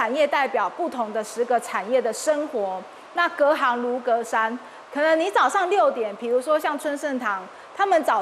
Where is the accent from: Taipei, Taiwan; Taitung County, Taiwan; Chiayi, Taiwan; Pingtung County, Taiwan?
Pingtung County, Taiwan; 我们屏东人